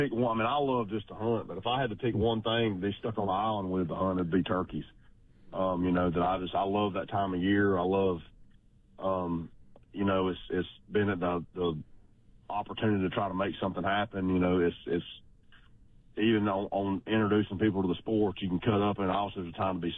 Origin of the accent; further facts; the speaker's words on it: Georgia, United States; I was like most redneck kids growing up in Georgia.